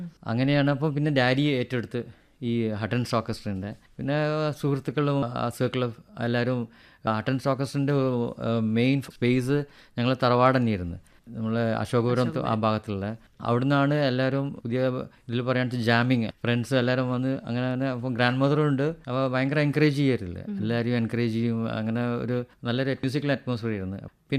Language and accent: Malayalam; Kozhikode, Kerala, India; ഞാൻ ജനിച്ചതും വളർന്നതും കോഴിക്കോട് തന്നെ.